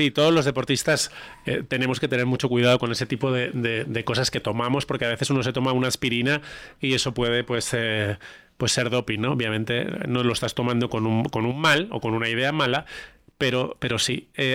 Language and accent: Spanish; Spain